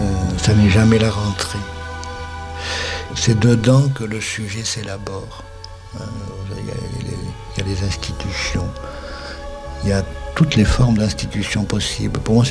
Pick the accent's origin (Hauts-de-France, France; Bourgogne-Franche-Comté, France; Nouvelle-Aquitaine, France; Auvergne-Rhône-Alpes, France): Hauts-de-France, France; Bergues; born there; à Bergue, ma ville natale, c'est une ville de...